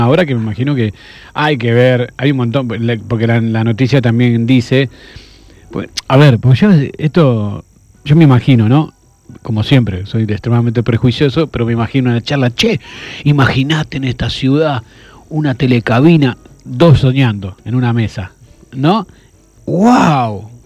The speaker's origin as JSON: {"language": "Spanish", "country": "Argentina", "said": "así somos en Argentina."}